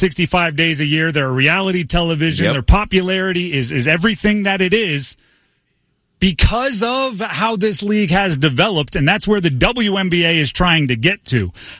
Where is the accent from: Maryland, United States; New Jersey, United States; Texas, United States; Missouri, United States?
New Jersey, United States; I did grow up a Sixers fan. I grew up in South Jersey. I'm of the Iverson era.